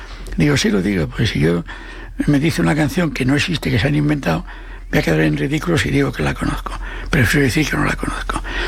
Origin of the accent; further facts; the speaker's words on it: Asturias, Spain; Como yo soy asturiano, digo, ¿de dónde?